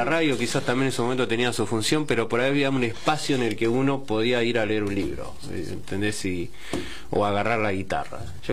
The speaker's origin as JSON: {"language": "Spanish", "town": "San Francisco Solano", "region": "Buenos Aires Province", "country": "Argentina", "tie": "born or raised there", "said": "toda la infancia en Solano, San Francisco Solano, la Florida, así que. Pero sí, según mi mamá nací en una. En un sanatorio que se llamaba Eva Perón."}